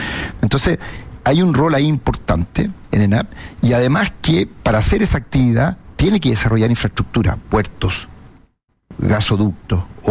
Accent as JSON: {"language": "Spanish", "country": "Chile"}